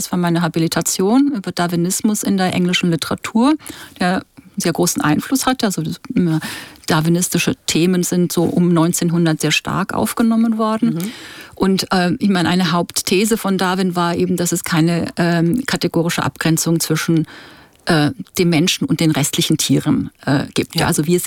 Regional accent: Baden-Württemberg, Germany; born there; first language Czech; German is a second language; also born or lived in Czechoslovakia; Also wir haben in einer kleinen Stadt in der Nähe von Heidelberg gewohnt

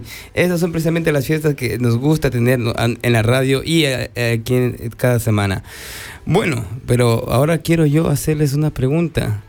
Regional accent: Ecuador; moved away; Y mi Merced, que yo soy de Ecuador.

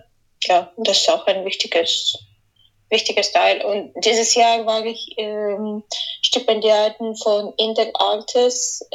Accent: Kyiv, Kyiv City, Ukraine; German is a second language; Ja, ich bin in Kiew geboren und gewachsen. Ich bin dort in die Schule gegangen und ich habe dort auch Klavier am Kiew Musikinstitut Gliera studiert.

